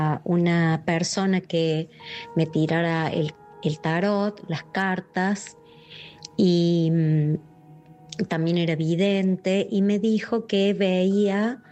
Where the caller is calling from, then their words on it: Córdoba, Argentina; de Córdoba